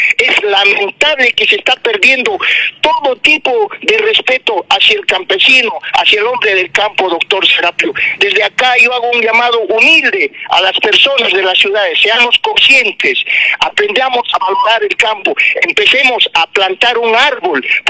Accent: Calca, Cusco, Peru; moved away; Pienso en mi tierra, el lugar de donde yo procedo, de donde he salido. Soy calqueño nato, hecho, y voy a seguir luchando por mi querida Calca desde donde esté

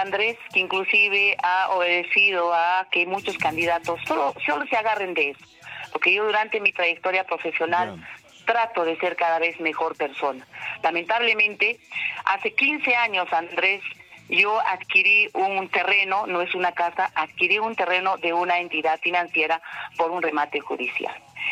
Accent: Peru

